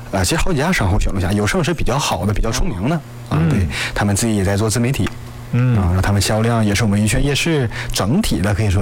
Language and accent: Chinese; Northeast China, China; 其实咱们东北人本身就是很好热闹嘛，